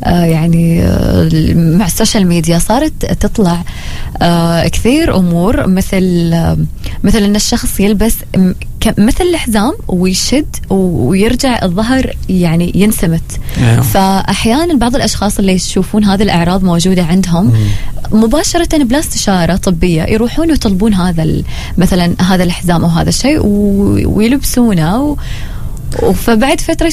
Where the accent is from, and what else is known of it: Oman